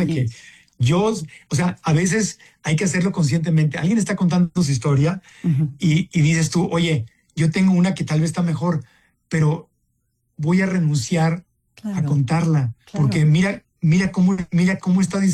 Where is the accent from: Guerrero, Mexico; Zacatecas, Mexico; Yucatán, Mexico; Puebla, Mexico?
Guerrero, Mexico; Acapulco; Yo tengo casa en Acapulco. Mi abuelita es de Acapulco. Yo crecí en Acapulco.